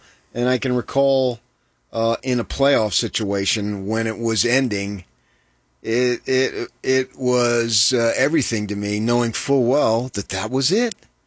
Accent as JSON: {"language": "English", "country": "United States", "said": "I haven't lived anyplace else."}